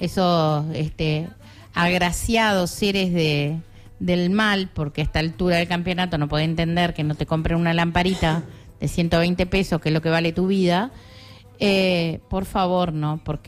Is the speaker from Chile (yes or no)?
no; Uruguay; como uruguayos y uruguayas